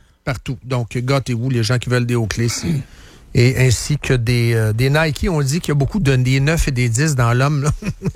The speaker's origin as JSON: {"language": "French", "country": "Canada", "said": "Ah, moi, je vais au Tim. Je suis canadien."}